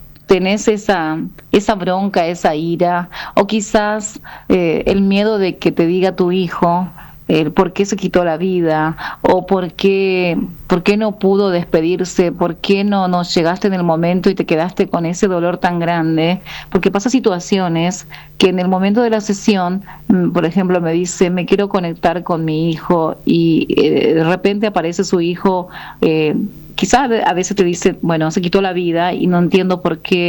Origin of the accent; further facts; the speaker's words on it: Roque González de Santa Cruz, Paraguarí, Paraguay; born there; accent: Paraguayan, Guarani-influenced; moved away; Sí, yo soy paraguaya, nacida en Roque González de Santa Cruz. Después de Carapeguá viene Roque González.